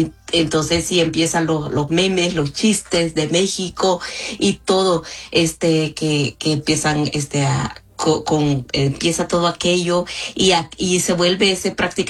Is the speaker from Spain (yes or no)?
no; El Salvador; moved away as an adult; now in Los Angeles, United States; siendo mujer y siendo salvadoreña.